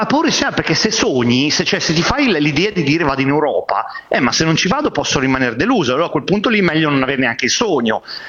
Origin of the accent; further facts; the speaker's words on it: Emilia-Romagna, Italy; io sono da emiliano, posso dirlo, molto emiliana